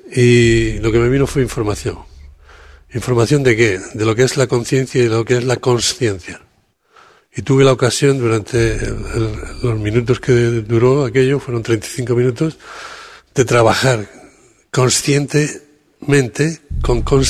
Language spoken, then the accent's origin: Spanish; Cartagena, Region of Murcia, Spain; Sí, soy de Cartagena.